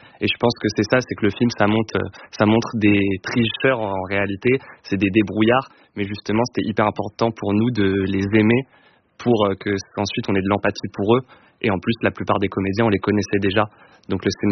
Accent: Nantes, Pays de la Loire, France; Alors nous, on vient de Nantes et depuis toujours, on est très attaché à la Bretagne en fait.

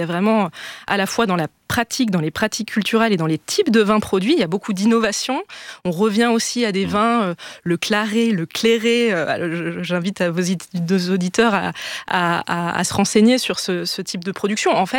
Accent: Loire Valley, France; je viens de la Loire

